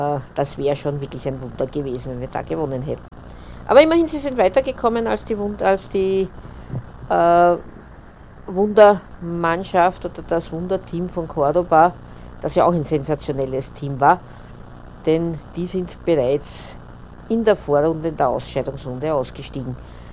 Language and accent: German; Austria; Bei uns in Österreich ist natürlich umgetauft worden oder umgetextet worden auf